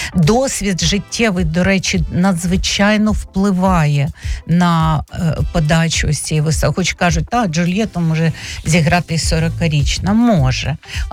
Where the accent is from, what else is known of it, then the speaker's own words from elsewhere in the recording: Vinnytsia, Vinnytsia Oblast, Ukraine; also born or lived in Chernivtsi; Я щаслива, що я вінничанка. Я просто щаслива. І тому я тут живу. Я нікуди не виїжджала, крім 5 років, що я жила у Чернівцях, коли навчалась в університеті. І вінницька прописка для мене – це вау.